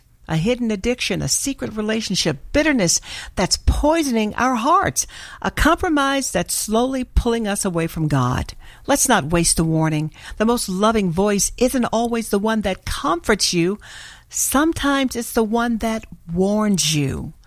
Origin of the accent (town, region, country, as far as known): Arkansas, United States; born or raised there